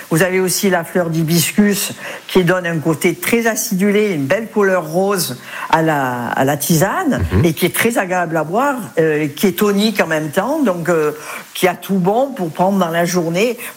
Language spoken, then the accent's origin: French; Provence-Alpes-Côte d'Azur, France; comme on dit chez nous, en Provence.